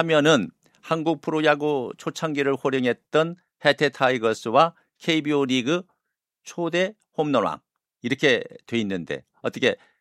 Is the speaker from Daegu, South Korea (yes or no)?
no; Jeonju, North Jeolla, South Korea; born there; 풍남문 옆에. 네, 저도 그 근처에 살았거든요.